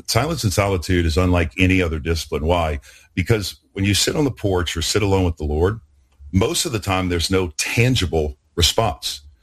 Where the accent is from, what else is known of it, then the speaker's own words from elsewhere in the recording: New Orleans, Louisiana, United States; moved away; growing up in New Orleans